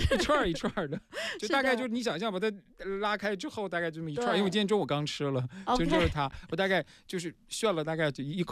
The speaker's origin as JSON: {"language": "Chinese", "region": "Shandong", "country": "China", "tie": "born or raised there", "said": "因为都是我的家乡山东"}